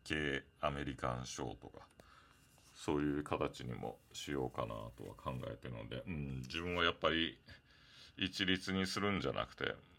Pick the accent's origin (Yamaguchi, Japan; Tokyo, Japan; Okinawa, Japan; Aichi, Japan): Okinawa, Japan; 地元の沖縄